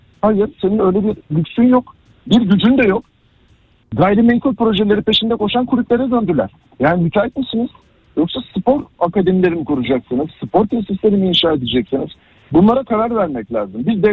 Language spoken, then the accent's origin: Turkish; İzmit, Kocaeli, Turkey; Ben de Kocaeli'yim bu arada. Yani bizim ortak müşterimiz de çok var. 98 mezunuyum ben. Aynı coğrafyada büyüdük sizinle.